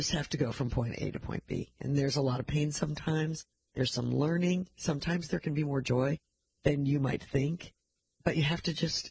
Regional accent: St. Louis, Missouri, United States; also born or lived in Jefferson City, Missouri; I grew up in St. Louis, but when I was in high school, my dad was transferred to Jefferson City, Missouri, which is right in the middle of the state.

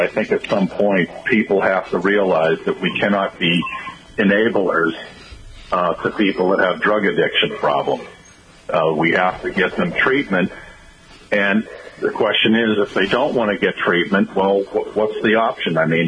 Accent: Foxborough, Massachusetts, United States; moved away as an adult; I'm age 66. I grew up in Foxborough

